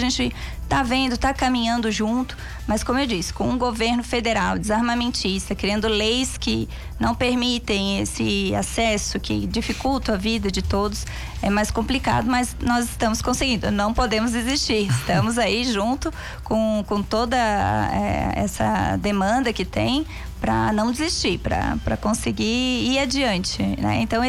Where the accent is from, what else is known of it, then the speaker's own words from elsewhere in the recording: Antônio Carlos, Santa Catarina, Brazil; Eu venho de Antônio Carlos, sim, que é uma terra de agronegócio, é a capital do estado da hortaliça e do hortifruti